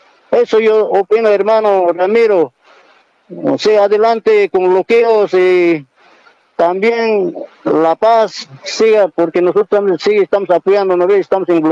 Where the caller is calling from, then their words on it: Cochabamba, Bolivia; Estoy llamando de Federación Carrasco.